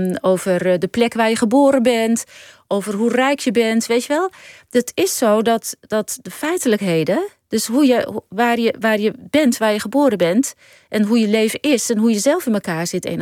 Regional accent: Netherlands; born there; dat ik als Nederlandse geboren vrouw niet kan weten hoe het is voor een Indiaanse vrouw

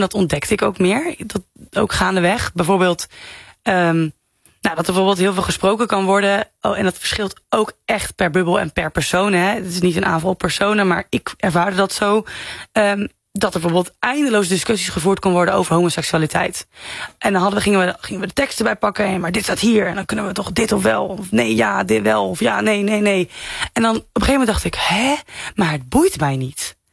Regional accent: Veenendaal, Utrecht, Netherlands; En ik kom uit Veenendaal en dan ben ik dus christelijk.

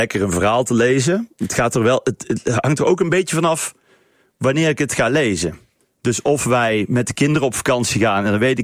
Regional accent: Best, North Brabant, Netherlands; Nee, maar dus ik ben super blij dat ik uit Best kom.

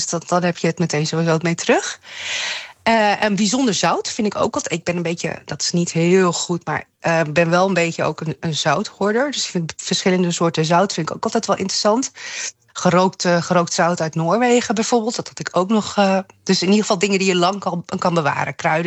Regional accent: Leeuwarden, Friesland, Netherlands; moved away; ik ben geboren en getogen in Leeuwarden.

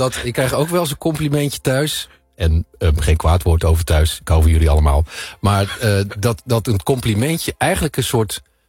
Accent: Netherlands; Maar zijn wij Nederlanders complimentengevers?

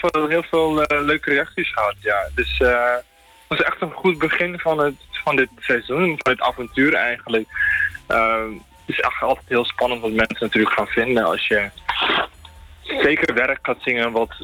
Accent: Suriname; born there; Ik zing in het Surinaams de taal van het land waar ik ben geboren.

